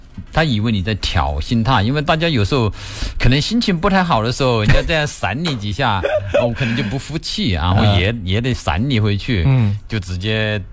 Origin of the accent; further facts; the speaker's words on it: Hubei, China; now in Guangdong, China; 实际上我们广东地区开这种远光灯的几率还不大，但是我如果我回老家，我是湖北人，